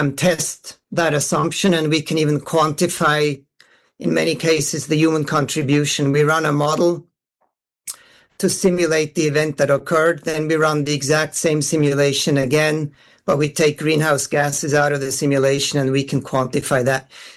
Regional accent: Switzerland; I come from Switzerland, and I follow the news there

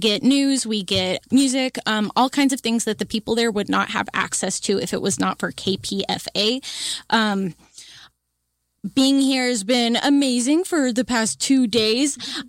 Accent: Fresno, California, United States; I'm actually from the Fresno area

